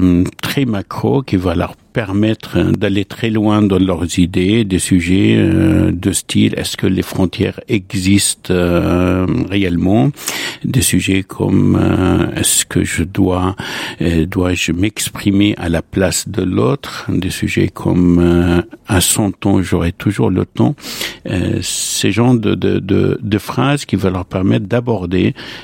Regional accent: Lebanon; moved away as an adult; now in France; je suis né au Liban, j'ai grandi au Liban. Et je suis venu à France à l'âge de 23 ans.

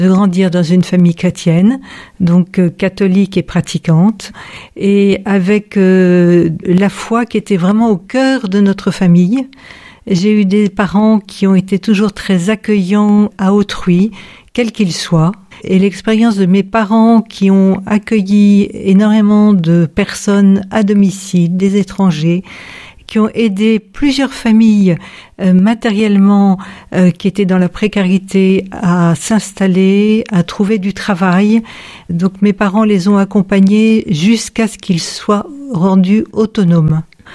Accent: Versailles, Île-de-France, France; moved away as an adult; now in Ain, France; mon père qui était militaire a posé ses valises à Versailles et donc j'ai grandi à Versailles.

